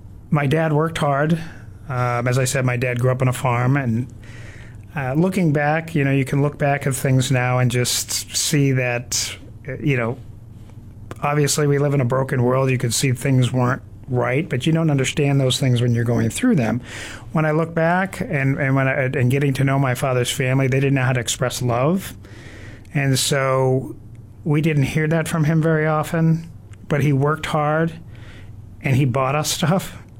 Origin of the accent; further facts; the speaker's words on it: Canton, Massachusetts, United States; moved away as an adult; also born or lived in Brookline, Massachusetts; I was born in Brookline, and about 2 years old, we moved to Canton, Massachusetts, where my parents still reside.